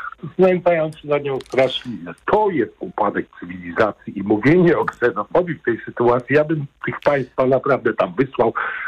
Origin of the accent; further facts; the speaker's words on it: Kraków, Lesser Poland, Poland; ja wychowałem się w dzielnicy Krakowa, w której było niebezpiecznie.